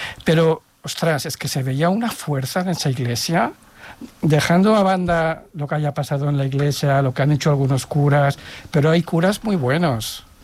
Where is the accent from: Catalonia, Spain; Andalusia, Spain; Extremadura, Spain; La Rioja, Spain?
Catalonia, Spain; born there; yo nací en el Valle Brón con mi hermano mellizo y nos bautizaron allí porque se pensaban que nos moríamos.